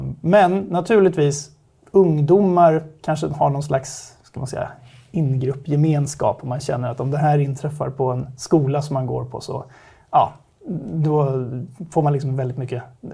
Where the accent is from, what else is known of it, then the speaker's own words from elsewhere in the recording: Stockholm, Stockholm County, Sweden; jag kommer från Stockholm, akademiker bakgrund, jag är jurist från början då